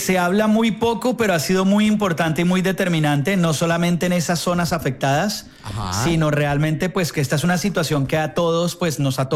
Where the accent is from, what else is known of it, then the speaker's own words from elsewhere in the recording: Colombia; Es parte también un poco de lo que nos corresponde también como ciudadanos y como colombianos por el mundo.